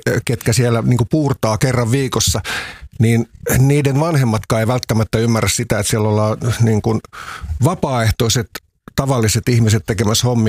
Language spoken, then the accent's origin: Finnish; Vantaa, Uusimaa, Finland; also born or lived in Helsinki; me muutettiin aikoinaan Lauttasaaresta Tikkurilaan